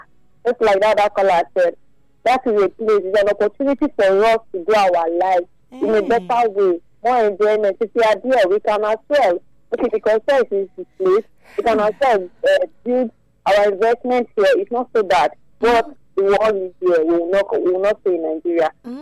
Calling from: Canada; I'm in Canada.

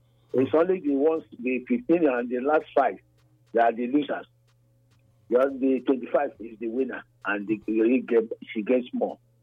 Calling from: Nigeria; I'm calling from Santana Junction, Obosan Community.

